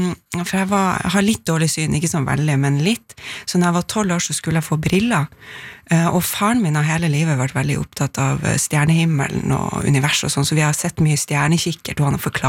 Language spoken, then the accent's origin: Norwegian; Bodø, Nordland, Norway; moved away; Tverlandet som jeg titter seg utenfor Bodø der jeg kommer fra, det 5 vindfrie dager I året der.